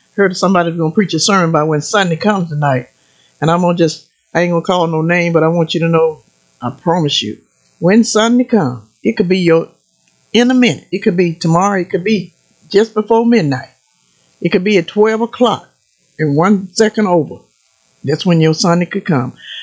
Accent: Jefferson, Texas, United States; my hometown, Jefferson, Texas. I never forget you, Jefferson, Texas, because that's my hometown

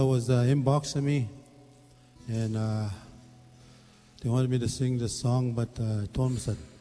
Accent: Split Lake, Manitoba, Canada; I just want to do some greetings out to my hometown, Split Lake.

